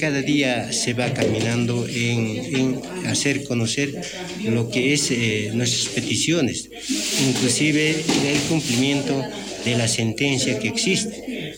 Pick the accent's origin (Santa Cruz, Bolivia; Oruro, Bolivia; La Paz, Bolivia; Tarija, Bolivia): Oruro, Bolivia; soy del Ayllu San Agustín de Puñaca, soy ex mayco de este mi Ayllu